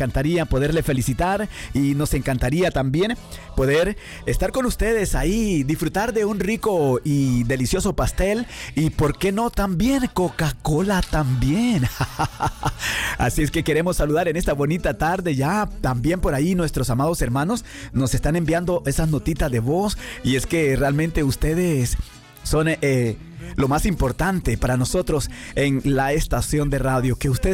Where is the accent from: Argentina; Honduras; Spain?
Honduras; es una persona que nos sentimos muy orgullosos de usted como hondureños.